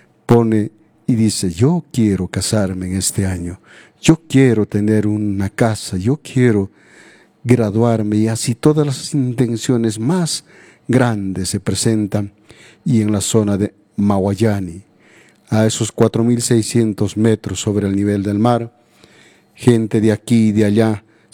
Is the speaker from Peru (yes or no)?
yes; Peru; regiones de nuestra querida patria, el Perú